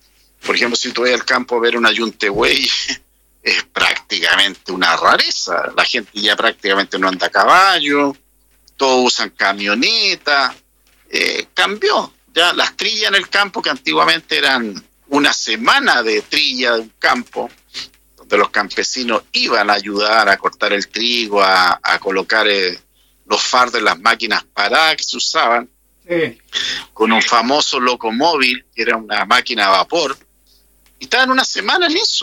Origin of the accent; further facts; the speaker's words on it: Chile; Y nosotros, como chilenos, tenemos características como pueblo positivas y también características negativas.